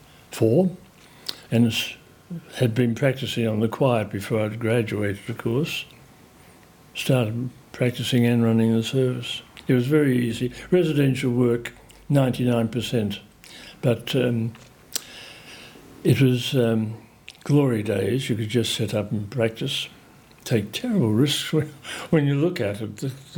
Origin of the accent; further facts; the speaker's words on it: Australia; being Australian in the 1950s, when just after the war, opened a lot of double doors.